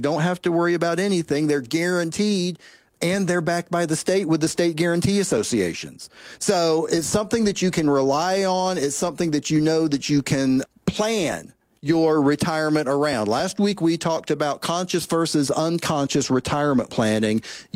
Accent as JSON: {"language": "English", "region": "Tennessee", "country": "United States", "said": "And, for example, here in my home state of Tennessee, if you're a state employee, they've got that plan"}